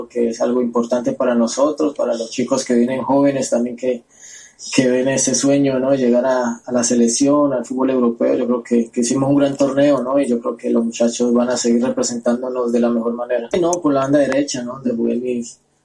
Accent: Colombia; moved away as an adult; la necesidad de regresar a mi país

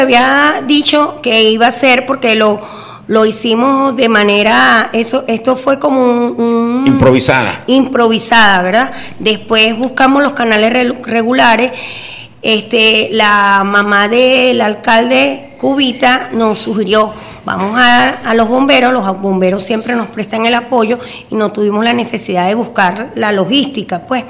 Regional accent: Caracas, Capital District, Venezuela; moved away; yo soy de Caracas, principalmente donde ha habido afectaciones, así como muy cercano al estado La Guaira, que es el más afectado, los aledaños del Junquito.

